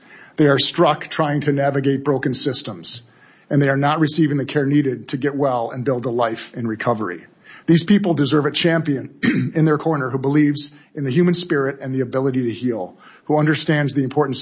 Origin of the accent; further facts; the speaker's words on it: Wisconsin, United States; Senator Baldwin from my home state of Wisconsin